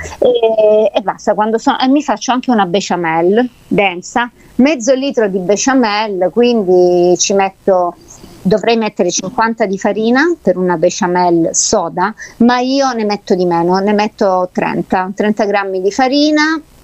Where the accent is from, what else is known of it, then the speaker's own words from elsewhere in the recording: Apulia, Italy; Io sono salentina, certo.